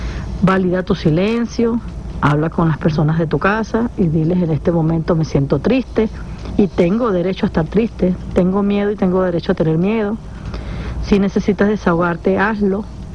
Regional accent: Venezuela; somos hermanos, somos venezolanos.

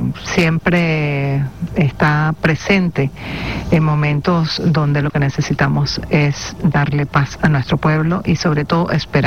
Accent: Venezuela; como bien somos los venezolanos y las venezolanas

